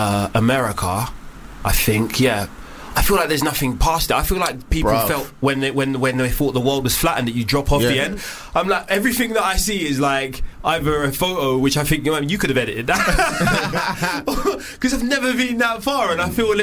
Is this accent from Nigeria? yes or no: yes; Nigeria; I'm Nigerian.